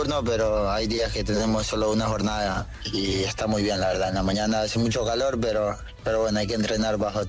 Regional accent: Esmeraldas, Ecuador; Pues es una tierra muy, muy pequeña, la verdad, es una ciudad muy pequeña donde... donde hay gente que trabaja pues mucho

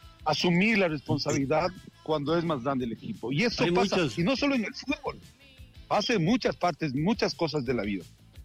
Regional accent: Quito, Pichincha, Ecuador; nosotros, como somos de acá de Quito

